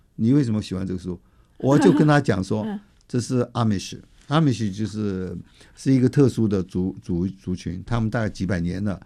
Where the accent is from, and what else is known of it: China